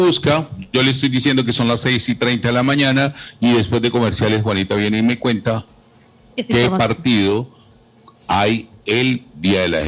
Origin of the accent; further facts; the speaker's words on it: Colombia; yo soy colombiano